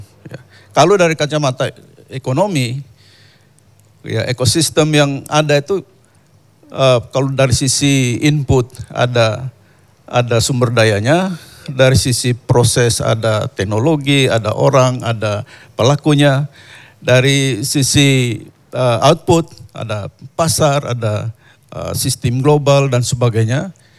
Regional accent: East Nusa Tenggara, Indonesia; saya putra asli daerah NTT. Jadi besar, kecil, lahir di desa terpencil di pedalaman Pulau Timur.

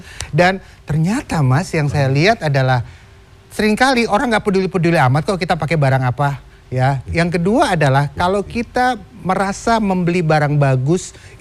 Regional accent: Jabodetabek, Indonesia; Hobi kita orang Jabodetabek atau dimanapun di kota besar, setiap kali long weekend sukanya ngapain?

